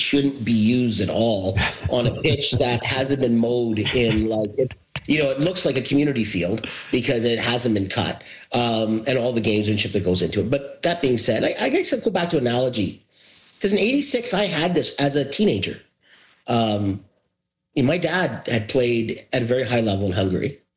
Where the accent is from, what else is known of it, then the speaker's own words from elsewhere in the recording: Brampton, Ontario, Canada; By the way, I'm originally from Brampton, Ontario.